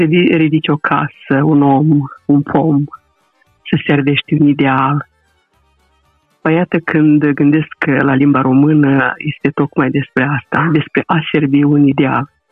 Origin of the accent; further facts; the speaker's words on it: Moldova; first language Romanian; pe această palmă de pământ unde suntem băștinași.